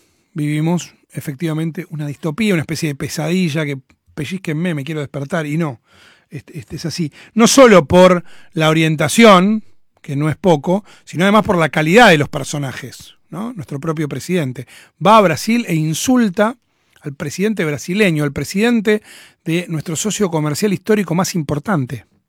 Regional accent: Argentina

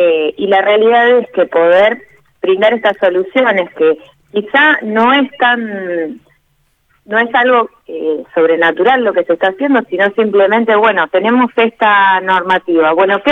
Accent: Bahía Blanca, Buenos Aires Province, Argentina; Nacida y criada en Bahía.

